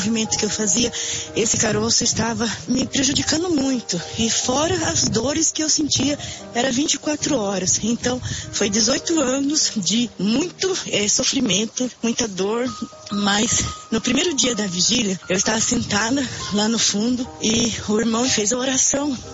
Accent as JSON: {"language": "Portuguese", "town": "Boituva", "region": "São Paulo", "country": "Brazil", "said": "Eu sou da cidade de Boituva."}